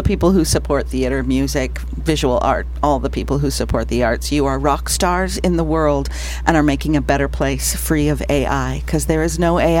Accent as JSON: {"language": "English", "town": "Edmonton", "region": "Alberta", "country": "Canada", "tie": "born or raised there", "moved": "yes", "said": "I grew up in Edmonton, Alberta"}